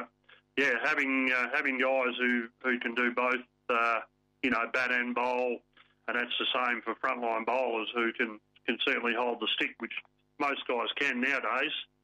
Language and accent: English; Perth, Western Australia, Australia; born there; growing up on the Wacker